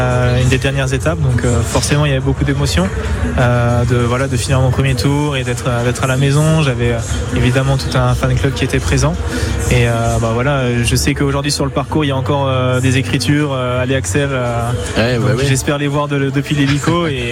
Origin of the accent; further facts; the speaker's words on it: Mulhouse, Grand Est, France; born there; Je suis né à Mulhouse.